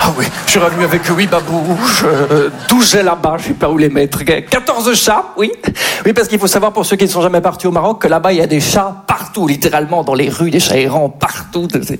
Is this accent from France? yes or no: no; Belgium; je suis belge.